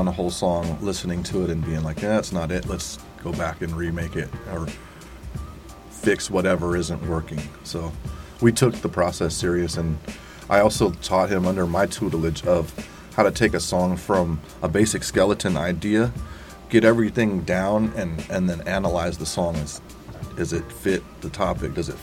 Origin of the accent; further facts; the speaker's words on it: Richmond, California, United States; from the Bay Area, so I grew up in Richmond down there